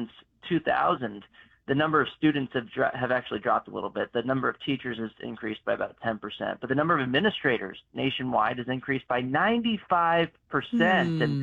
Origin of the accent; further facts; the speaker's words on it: Texas, United States; my home state of Texas